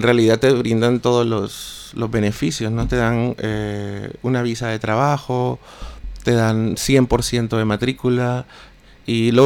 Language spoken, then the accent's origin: Spanish; Colombia; moved away as an adult; also born or lived in Spain; now in United States; hace aproximadamente 5 años me fui de Colombia. Estuve en España por 2 años. Actualmente resido en Estados Unidos desde hace 3 años.